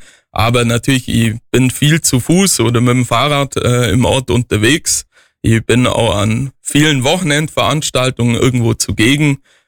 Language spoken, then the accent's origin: German; Lindenberg im Allgäu, Bavaria, Germany; moved away as an adult; also born or lived in Munich; now in Heimenkirch, Germany; Von der Großstadt wieder zurück in die Heimat. Ich bin gebürtiger Lindenberger, also Nachbargemeinde von Heimkirch. Und ja, jetzt war ich fast 10 Jahre in der Großstadt